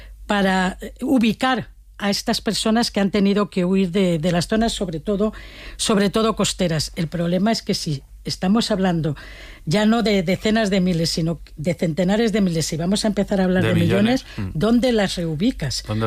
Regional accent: Valencian Community, Spain; Yo he vivido muchas Danas, soy valenciana y es algo común en el otoño.

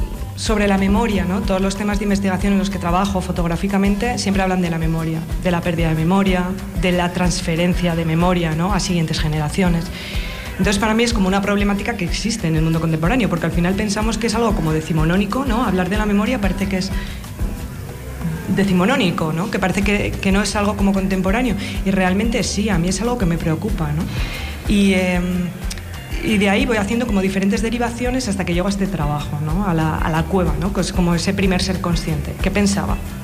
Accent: Navarre, Spain; porque yo soy de Navarra y entonces ahí hay mucha cueva también.

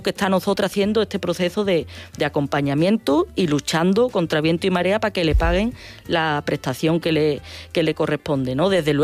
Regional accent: Escacena del Campo, Andalusia, Spain; en mi pueblo, Escacena del Campo, nos pasó, ¿no?

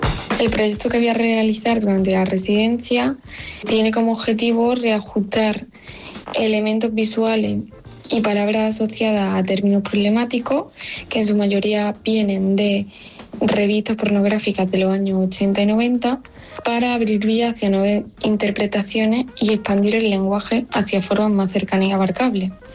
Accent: Priego de Córdoba, Andalusia, Spain; born there; moved away as an adult; also born or lived in Granada; now in Bilbao, Spain; nací en Priego de Córdoba, aunque actualmente resido en Bilbao.

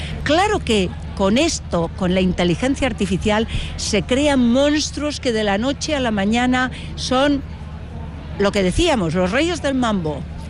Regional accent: Spain; porque además de españoles, somos europeos, somos iberoamericanos.

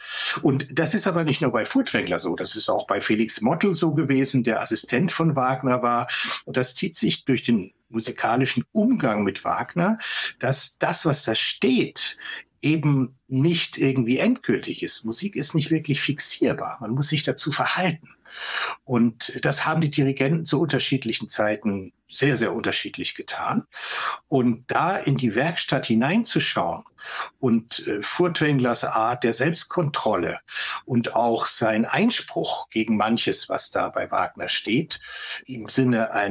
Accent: Bayreuth, Bavaria, Germany; born there; Also, als ich da hineingewachsen bin, als gebürtiger Bayreuther in diese Festspiele der 70er und 80er Jahre

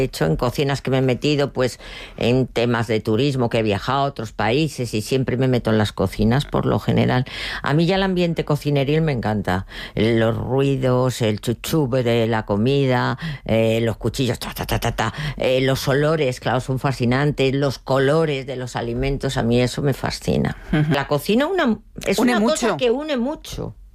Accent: Spain; Pues yo, como española y cocina tradicional española, pues bueno, pues lo planteo.

